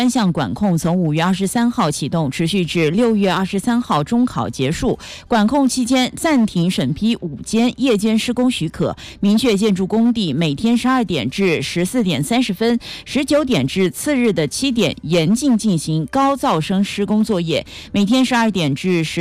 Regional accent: Guizhou, China; 作为一个从小在贵州长大，能够在贵州为这么一场历史上发生的贵州战役电影来唱歌，我非常非常荣幸。

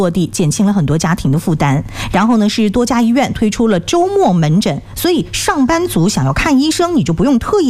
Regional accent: Fuzhou, Fujian, China

